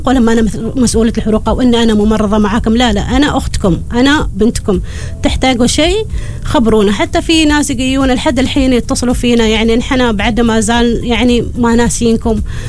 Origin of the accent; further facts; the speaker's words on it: Oman; نحن كعمانيين